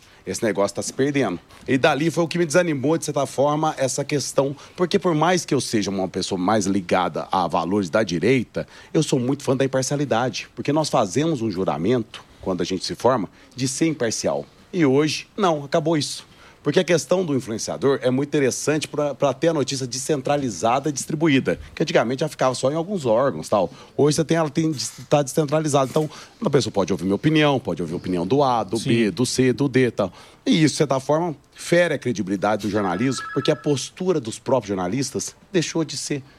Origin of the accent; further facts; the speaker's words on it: Varginha, Minas Gerais, Brazil; moved away; Eu tava sendo homenageado lá ontem em Varginha, lá, minha terra natal.